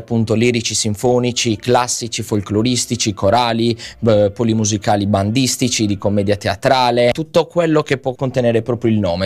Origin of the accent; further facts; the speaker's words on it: Monti, Sardinia, Italy; No, sono di Monti, un piccolo paese.